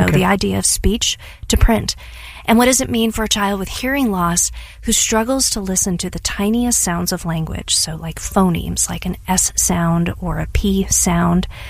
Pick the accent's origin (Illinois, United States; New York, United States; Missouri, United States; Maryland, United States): Missouri, United States; Ballwin; but I grew up in Baldwin, so a bunch of my West County friends and I used to make the trek down south every single day.